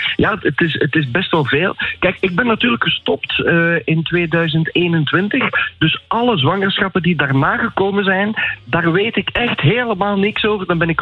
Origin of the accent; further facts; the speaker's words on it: Belgium; Ik ben als Belg ook een fan van jullie Nederlands.